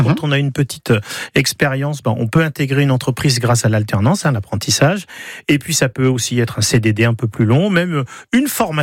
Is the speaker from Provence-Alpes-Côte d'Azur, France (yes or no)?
yes; Provence-Alpes-Côte d'Azur, France; Beaucoup de jeunes hein, chez nous en Provence travaillent l'été pour financer leur permis, leurs études, leur logement